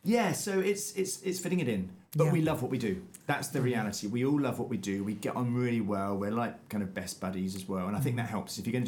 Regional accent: Winchester, South East England, United Kingdom; Actually from the UK, from Winchester.

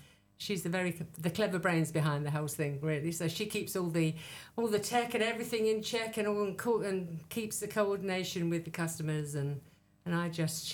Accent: London, United Kingdom; moved away as an adult; also born or lived in Bridgend, Wales; now in Mallorca, Spain; I was born in Bridgend, actually, near Aberkenfig. And when I was 2, my family relocated to London.

